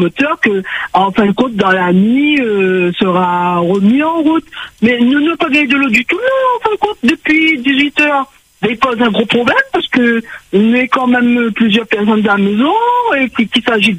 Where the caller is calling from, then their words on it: Saint-Leu, Réunion; j'habite à Charlotte-Saint-Leu.